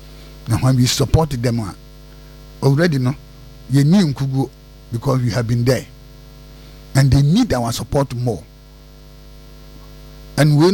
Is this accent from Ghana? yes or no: yes; Ghana; if you take all my money, I am still a Ghanaian.